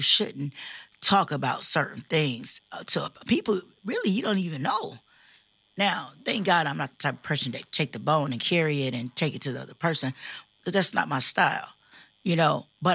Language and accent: English; East Cleveland, Ohio, United States; also born or lived in Florida; I'm from East Cleveland. I've lived in Florida.